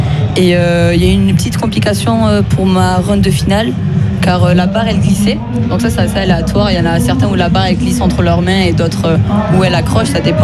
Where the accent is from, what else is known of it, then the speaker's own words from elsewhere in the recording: France; now in Montpellier area, France; je suis français